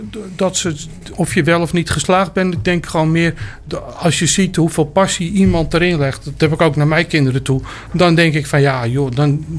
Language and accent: Dutch; Mijdrecht, Utrecht, Netherlands; now in Nieuwveen, Netherlands; Oorspronkelijk kom ik uit Meidrecht. Nu woon ik in Nieuwveen.